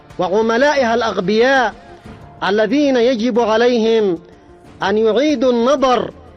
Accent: Yemen; وفي بلدنا اليمن

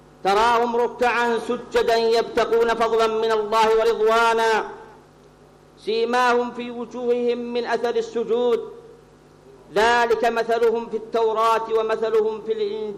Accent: Yemen; ولكل أبناء شعبنا اليمني العظيم شعب الإيمان والحكمة

